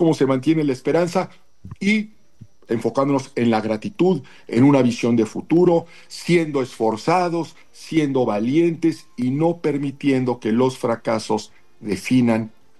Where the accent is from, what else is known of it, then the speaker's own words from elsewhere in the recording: Mexico; fue un momento que nos une como mexicanos